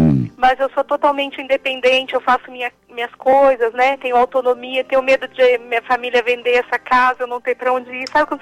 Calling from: Campinas, São Paulo, Brazil; Eu falo de Campinas

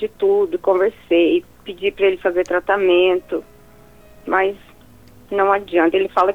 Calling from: Brazil; Eu falo do Brasil.

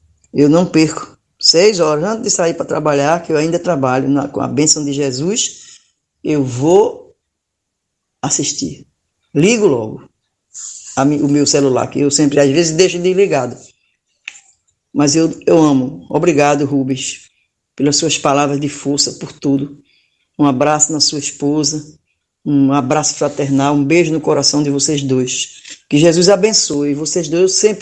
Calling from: Recife, Pernambuco, Brazil; Eu sou daqui de Recife, tenho 70 anos, sou espírita há mais de 20 anos, amo essa doutrina

